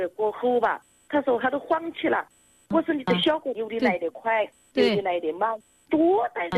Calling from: Tianmen, Hubei, China; 我是在江湖农场住的。

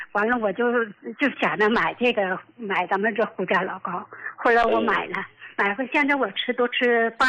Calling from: Qiqihar, Heilongjiang, China; ，我是齐齐哈尔的。

